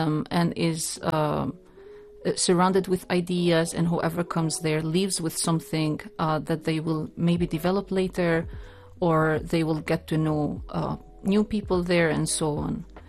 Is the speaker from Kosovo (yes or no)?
yes; Kosovo; English is a second language; now in Oman; I'm Albanian from Kosovo. I reside here in Oman.